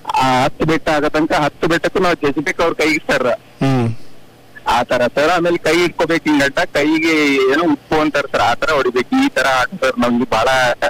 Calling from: Karnataka, India; ಹೊಸ ಜೋಗದಿಂದ

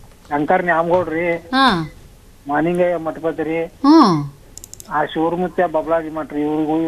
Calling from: Karnataka, India; ಕೊಡ್ಸಲಿಂದ

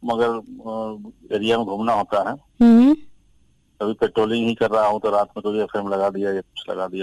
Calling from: Bihar, India

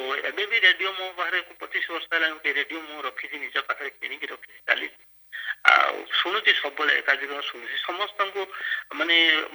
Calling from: Basudevpur, Odisha, India; ମୁଁ ବାସୁଦେବପୁର ଭଦ୍ରକରୁ

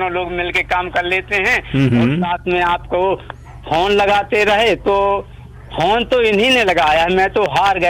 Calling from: Satna district, Madhya Pradesh, India; ग्राम कल्पा जिला सतना से हिंदुस्तानी कलाकार … ईडन गार्डन अशोक वाटिका से बोल रहा हूँ

